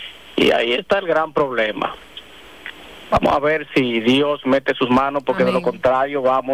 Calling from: Santo Domingo, Distrito Nacional, Dominican Republic; de Santo Domingo.

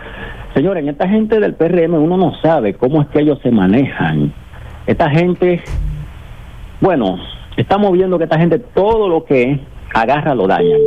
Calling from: Barahona, Dominican Republic; Le hablo desde Barahona.

